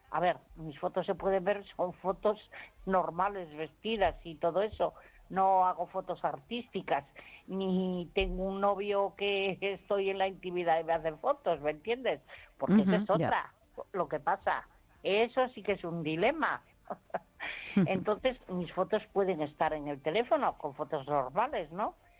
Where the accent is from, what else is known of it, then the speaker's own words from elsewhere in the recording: Galicia, Spain; born there; moved away as an adult; por mi pueblo, en la puerta de mi casa. Pues yo vivía en una zona que había muchísima naturaleza. Vamos, que a mi alrededor había agua, había castaños, había enormes pinos